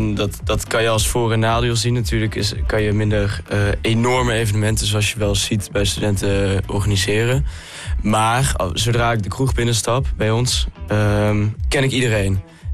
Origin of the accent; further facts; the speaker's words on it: North Brabant, Netherlands; moved away as an adult; Zelf kom ik uit Brabant, dat is een eindje weg.